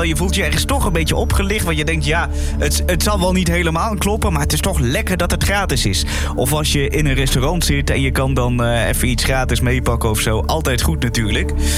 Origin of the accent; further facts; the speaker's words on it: Netherlands; Jawel, we zijn Nederlanders, ja.